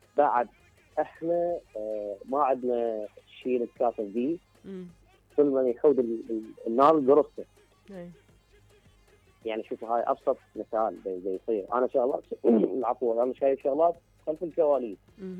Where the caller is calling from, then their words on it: Iraq; احنا عراقيين